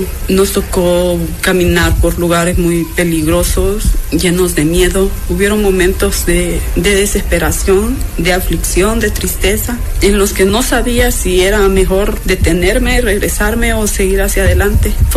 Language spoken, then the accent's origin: Spanish; Tegucigalpa, Francisco Morazán, Honduras; moved away as an adult; now in Mexico; Vengo de Tegucigalpa, Honduras. Mis motivos para migrar de mi país fueron varios.